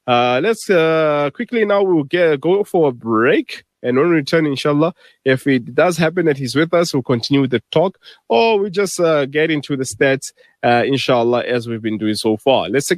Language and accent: English; South Africa